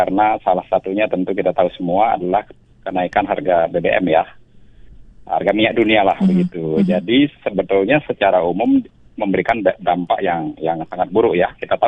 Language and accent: Indonesian; Bali, Indonesia; Saya sendiri orang Bali